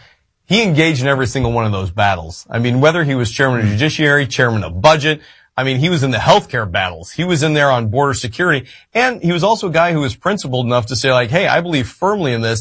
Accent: Iowa, United States; we were able to pass 3 times the Save America Act in my home state of Iowa.

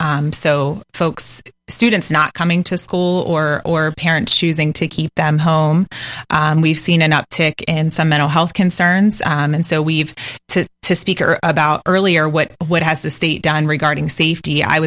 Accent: Littlestown, Pennsylvania, United States; now in St. Augustine Beach, United States; I am from Pennsylvania, a one stoplight town called Littlestown.

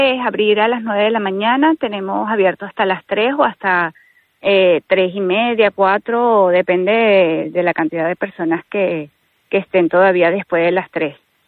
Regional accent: Venezuela; now in Spain; yo soy venezolana, somos venezolanos nosotros acá en España

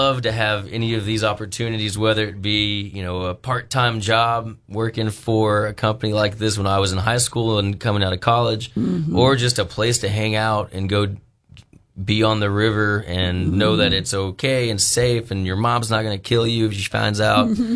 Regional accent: Arkansas, United States; moved away as an adult; also born or lived in Colorado; I came back home from Arkansas.

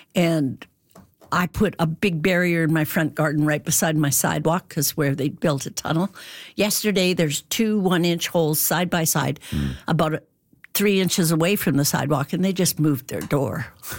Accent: Alberta, Canada; I grew up in Alberta. I'm long time generations.

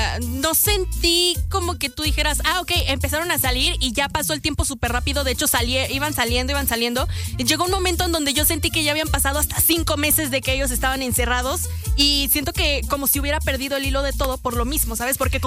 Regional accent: Mexico

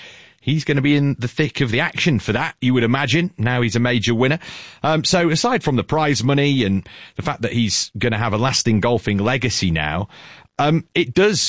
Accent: United Kingdom; I personally, as a Brit, am extremely happy

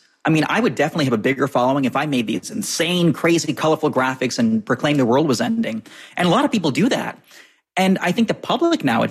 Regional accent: New England, United States; I think when I grew up in New England, I just turned 29 the other day. I grew up in New England watching the daily forecasts from this guy named Harvey Leonard

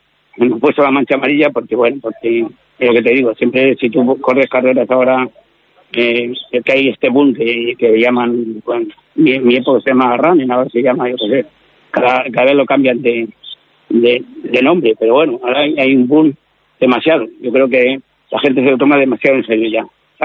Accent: Navarrevisca, Castile and León, Spain; moved away; Navarrevisca es mi pueblo. Voy a muchos sitios por ahí, he viajado mucho, pero la tierra se tira y lo que más me gusta siempre que me preguntan es Navarrevisca.

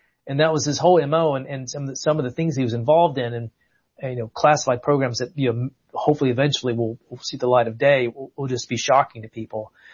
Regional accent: North Carolina, United States; I'm from North Carolina, so part of the South where people really like biblical names or names that are derived from biblical names.

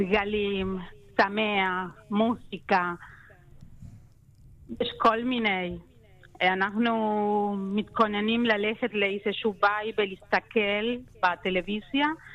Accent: Santa Fe, Argentina; Hebrew is a second language; now in Karmiel, Israel; אני באותו עיר של מסי.

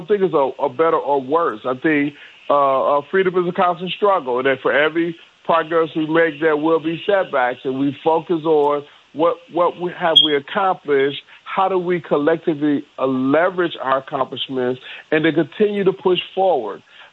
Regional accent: Detroit, Michigan, United States; But quite frankly, I grew up in Detroit, you know, Metro Detroit.

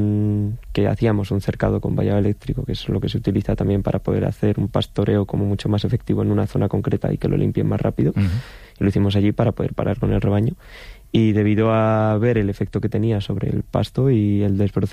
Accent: Cerceda, Galicia, Spain; yo viviendo en Cerceda vivía en mi pueblo, pero ya nací en el 2001

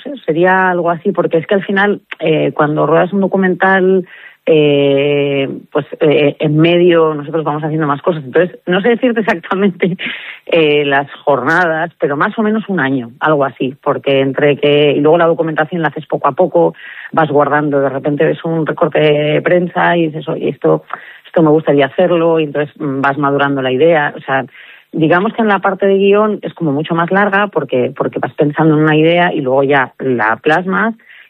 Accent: Madrid, Community of Madrid, Spain; moved away; yo sí en su momento lo di, hace 20 años me vine de Madrid, y ves que el paso desde luego cuesta, porque tienes tus raíces

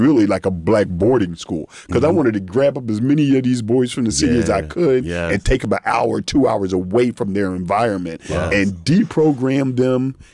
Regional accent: Philadelphia, Pennsylvania, United States; now in Baltimore, United States; I grew up as a little black boy in Philadelphia on a row home

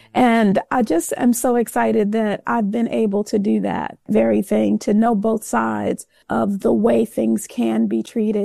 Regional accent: Gary, Indiana, United States; We grew up in Indiana, Gary, Indiana, with just not in the best situation. We grew up poor

